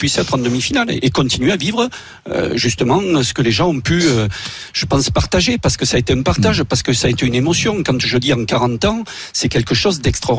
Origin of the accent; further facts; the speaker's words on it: Nouvelle-Aquitaine, France; Oui, voilà, Laurent, je suis bien du Périgord. Merci. Et bien, un vrai Périgourdin.